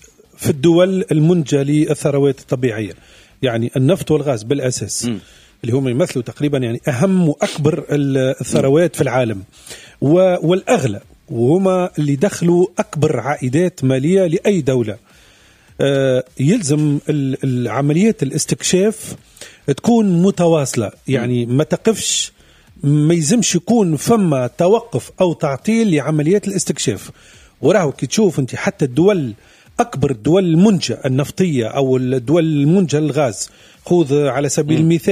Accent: Tunisia; احنا عندنا في تونس عندنا حقول شاحت نضبت

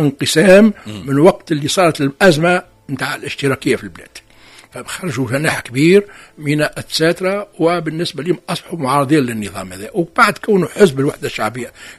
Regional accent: Tunisia; بالنسبة لنا احنا قراب من ليبيا وقراب من الجزائر

